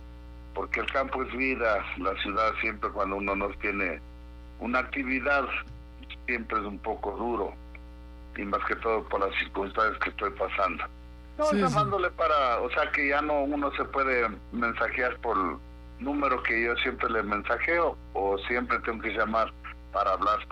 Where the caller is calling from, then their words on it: Quito, Pichincha, Ecuador; todavía estoy por acá, por Chillogallo, en Quito.